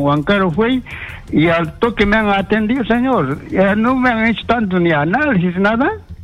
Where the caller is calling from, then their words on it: Puerto Maldonado, Madre de Dios, Peru; No soy de acá, soy de Puerto Maldonado.